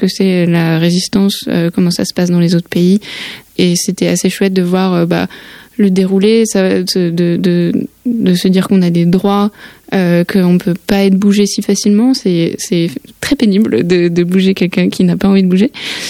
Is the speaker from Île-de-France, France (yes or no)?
no; Landes, Nouvelle-Aquitaine, France; Je suis originaire des Landes. J'habite dans les Landes. J'ai 24 ans, presque 25.